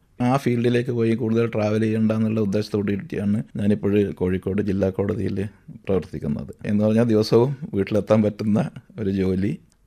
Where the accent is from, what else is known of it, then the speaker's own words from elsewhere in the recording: Thalassery, Kerala, India; moved away as an adult; also born or lived in Ahmedabad; now in Kozhikode, India; ഞാൻ കോഴിക്കോട് വന്നത് 2000-ലാണ്. എൻ്റെ സ്വദേശം തലശ്ശേരിയാണ്.